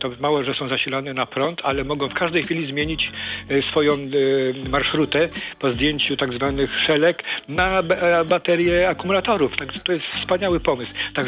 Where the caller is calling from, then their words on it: Gdynia, Pomeranian Voivodeship, Poland; rzeczywiście dzwonię z Gdyni, z filmowej Gdyni zaznaczam.